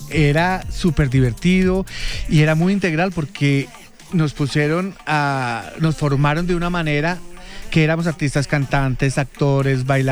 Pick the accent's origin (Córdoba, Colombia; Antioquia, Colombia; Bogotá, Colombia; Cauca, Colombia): Bogotá, Colombia; now in Miami, United States; Sí, de Bogotá.